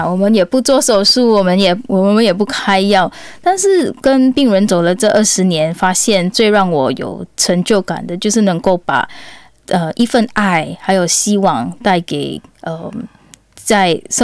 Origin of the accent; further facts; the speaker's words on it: Singapore; 嗨，大家好，是的，我是来自新加坡。